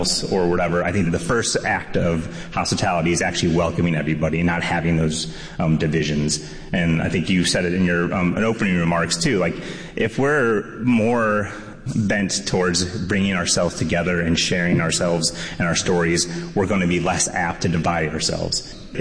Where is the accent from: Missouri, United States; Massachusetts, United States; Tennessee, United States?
Missouri, United States; St. Louis; born or raised there